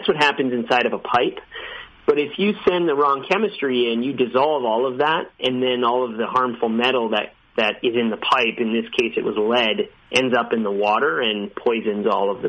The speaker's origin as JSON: {"language": "English", "region": "Minnesota", "country": "United States", "tie": "born or raised there", "said": "I grew up in the Midwest in the state of Minnesota, and it's also called the state of 10,000 lakes."}